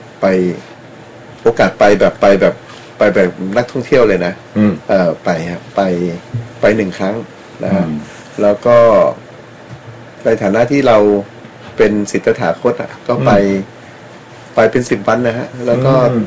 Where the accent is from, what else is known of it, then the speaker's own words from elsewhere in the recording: Phitsanulok, Thailand; moved away; also born or lived in India; บ้านผมพิโลกอ่ะผมก็เรียกพิโลก